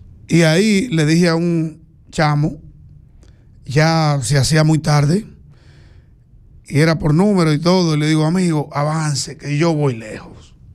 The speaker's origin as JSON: {"language": "Spanish", "country": "Dominican Republic"}